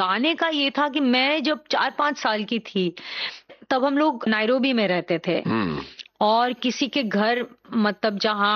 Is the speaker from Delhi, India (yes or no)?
yes; Delhi, India; दिल्ली में उस माहौल में मैं पली बड़ी, जहाँ मंडी हाउस और जो